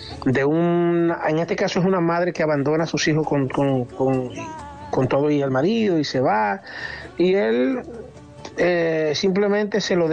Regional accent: Baní, Peravia, Dominican Republic; una chica que es de mi pueblo, Vanileja también

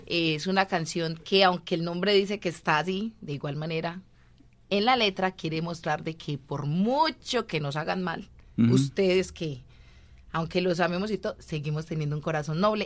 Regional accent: Marinilla, Antioquia, Colombia; Yo soy de Marinilla, Antioquia, Colombia.

